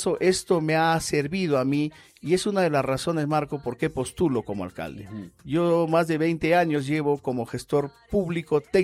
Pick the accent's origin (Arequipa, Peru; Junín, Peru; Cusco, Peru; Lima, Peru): Junín, Peru; Huancayo; Soy de acá de Huancayo, soy exalumno isabelino, estudiante de la Universidad Peruana Los Andes. Mi familia se ha formado acá, mis amistades y toda mi vida la he hecho en Huancayo.